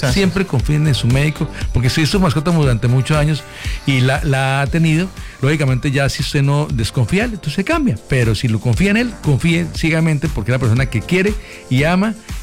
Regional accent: Cúcuta, Norte de Santander, Colombia; also born or lived in Bogotá; crecí, nací en un barrio muy común, que es el barrio San Miguel. Muy común, me crié en el barrio, en otro barrio, luego me fui para Bogotá, estudié, regresé a mi ciudad. Amo y adoro mi ciudad. Es la ciudad más linda que conozco, y yo conozco casi todo Colombia, pero yo no cambio mi Cúcuta por nada de este mundo.

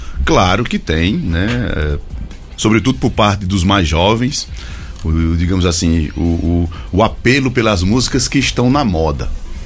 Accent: Juazeiro do Norte, Ceará, Brazil; Ultimamente eu tô mais aqui do que lá, mas eu sou de Juazeiro do Norte, Ceará, moro lá.

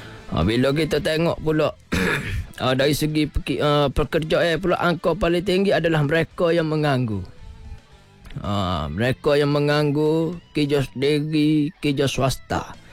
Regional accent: Kelantan, Malaysia; Maruah kita sebagai orang Kelantan.

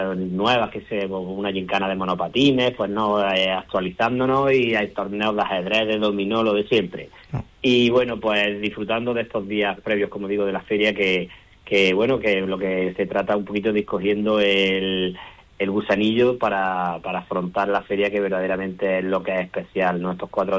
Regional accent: Alcaracejos, Andalusia, Spain

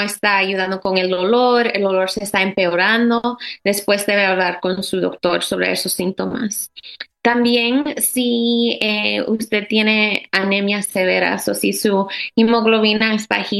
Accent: New York, United States; born there; moved away as an adult; now in Lehigh Valley, United States; Yo soy de Nueva York, yo soy puertorriqueña y dominicana. Mi mamá es puertorriqueña, mi papá es dominicano. Yo nací aquí en Nueva York. Y yo vine aquí al Lehigh Valley ya hace 6 años.

